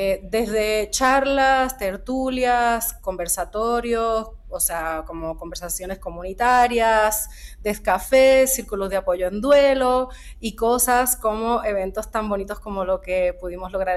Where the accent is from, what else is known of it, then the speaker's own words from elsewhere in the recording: Puerto Rico; now in Mexico; yo soy boricua, he estado viviendo en México los últimos 17 años